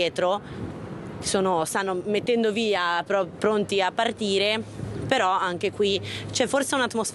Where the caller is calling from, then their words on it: Genoa, Liguria, Italy; da genovesi